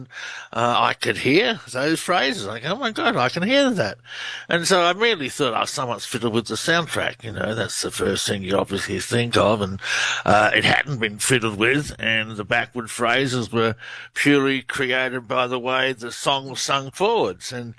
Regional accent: Australia; Right in an area of the country called the Oregon Outback, which I thought was quite ironic because I'm from the Outback.

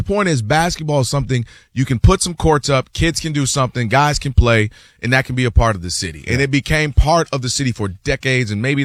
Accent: Midwest, United States; Other places, if you're from the South, I'm from Midwest.

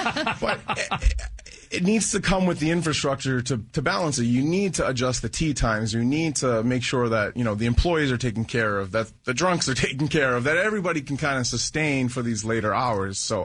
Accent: Wilmington, Massachusetts, United States; I'm from Wilmington, actually.

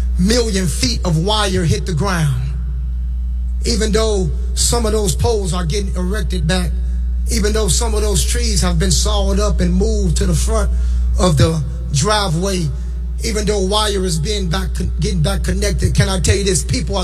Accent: Gary, Indiana, United States; I'm born and raised in Gary, Indiana, and the city that I love and adore.

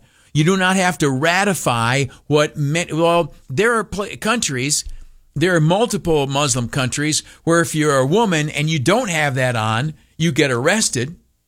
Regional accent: United States; as an American from a pluralistic Western society

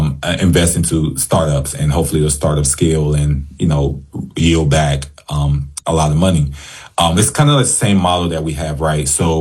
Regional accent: Detroit, Michigan, United States; I remember when I was growing up in Detroit

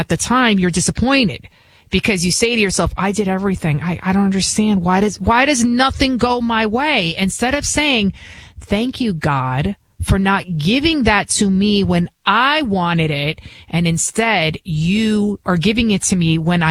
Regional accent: Bronx, New York, United States; accent: Bronx; English is a second language; I can be from the Bronx. Obviously, you can hear it in my accent, which I've been trying to get rid of, but it's just a part of who I am.

